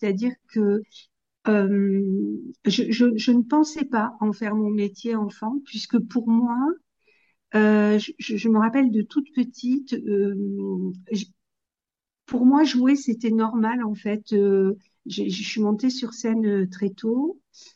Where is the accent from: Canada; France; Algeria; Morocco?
France; Apt, Provence-Alpes-Côte d'Azur; Donc, je viens de Apt, dans le Luberon. Et voilà, donc je suis sur une région de proximité hein, avec la vôtre, avec les Alpes de Haute-Provence. Et voilà, je suis native de cette région